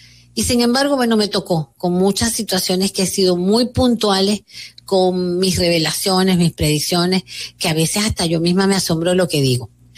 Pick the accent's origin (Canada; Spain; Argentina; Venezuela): Venezuela; now in Dominican Republic; venezolana, con residencia aquí en la República Dominicana hace muchísimo tiempo ya